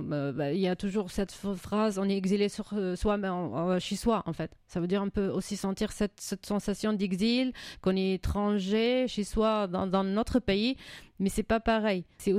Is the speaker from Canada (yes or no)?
no; Syria; French is a second language; moved away as an adult; now in France; Ça fait 16 ans que je suis en France, je pense. Je pouvais retourner, j'ai pu retourner quand même 4 fois en Syrie.